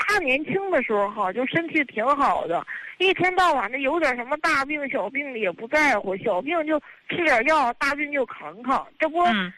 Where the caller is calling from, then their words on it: Tangshan, Hebei, China; 我是唐山的啊。